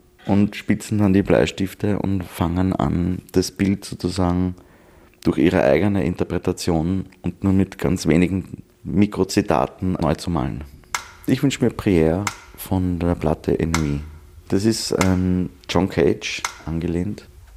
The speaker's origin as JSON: {"language": "German", "region": "Vienna", "country": "Austria", "tie": "born or raised there", "said": "Ich bin ein waschechter Wiener"}